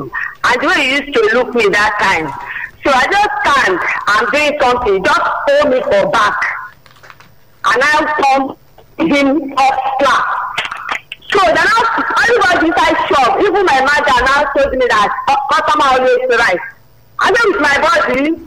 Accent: Canada; I'm from Canada.

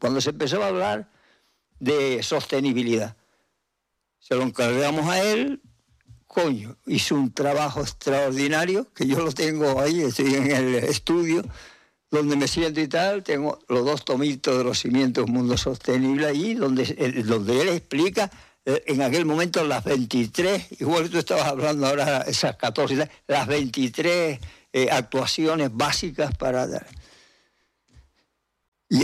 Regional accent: Guatiza, Canary Islands, Spain; Está ahí al ladito de donde yo nací, ¿eh? En Guatiza.

